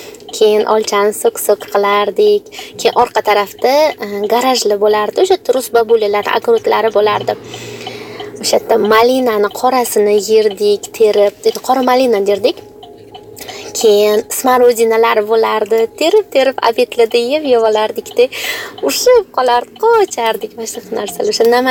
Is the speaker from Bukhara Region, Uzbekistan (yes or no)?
yes; Bukhara, Bukhara Region, Uzbekistan; Maktabga kelishga qishloq maktabiga o'qiganman, Buxorodanman.